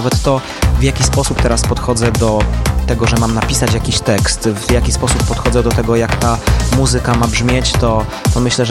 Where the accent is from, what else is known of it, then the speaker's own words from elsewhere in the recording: Tychy, Silesian Voivodeship, Poland; Tychy są znaczącym miastem w tej metropolii i miastem, w którym się urodziłem, w którym się wychowałem i do którego po paru tych latach